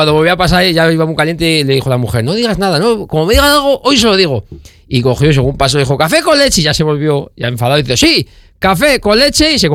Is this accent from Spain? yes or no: yes; Spain; a los españoles se nos ve ver desde lejos